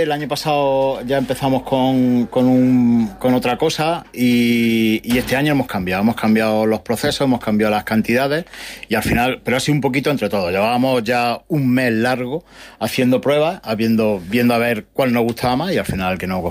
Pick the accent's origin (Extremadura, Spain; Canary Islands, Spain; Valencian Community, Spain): Valencian Community, Spain; Villena; somos de Villena